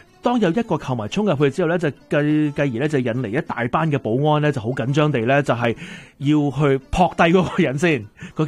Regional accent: Canada; 即系佢我哋加拿大人到访美国嘅人数系少咗。

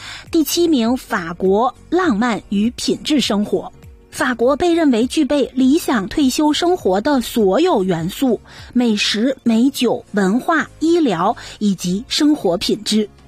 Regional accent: Canada; 我们加拿大人

